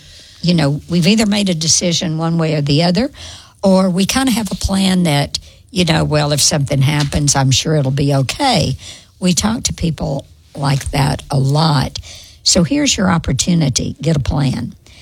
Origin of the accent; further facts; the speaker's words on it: the South, United States; now in Oklahoma City, United States; I'm from the South, and I believe in hospitality.